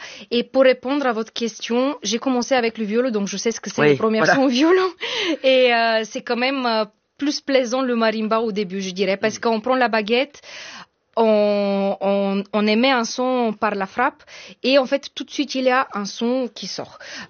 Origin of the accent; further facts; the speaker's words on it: Bulgaria; French is a second language; moved away as an adult; now in France; j'ai grandi en Bulgarie, dans une famille de musiciens